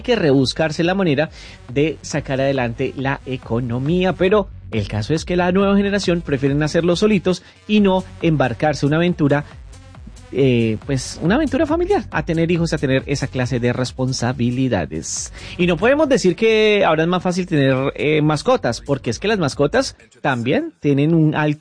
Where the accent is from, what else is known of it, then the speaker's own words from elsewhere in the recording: Colombia; yo soy colombiano, y desde que tengo uso de razón, Colombia ha estado en crisis, y en guerra y en violencia.